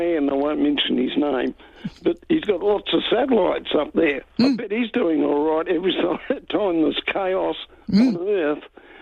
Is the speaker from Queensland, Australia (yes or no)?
no; Victoria, Australia; I come from a farming existence in Victoria